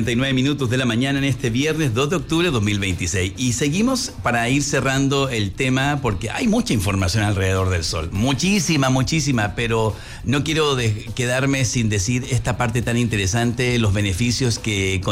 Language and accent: Spanish; Nueva Esparta, Venezuela; yo que me crié en el Caribe y viví toda mi infancia y parte de mi adolescencia en una isla, en la isla Margarita, en Venezuela, en el Caribe venezolano